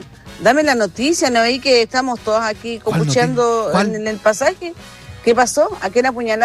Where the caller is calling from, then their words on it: Labranza, Araucanía, Chile; tú que soy de acá de Labranza